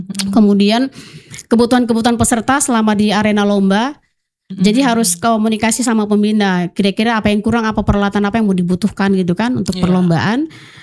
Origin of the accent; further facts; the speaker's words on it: Papua, Indonesia; Iya saya orang Papua.